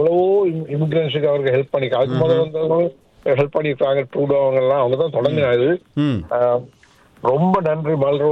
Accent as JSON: {"language": "Tamil", "town": "Nawalapitiya", "region": "Central Province", "country": "Sri Lanka", "tie": "born there", "moved": "yes", "said": "நாங்க இருந்தது நாவலப்டின் இடம்"}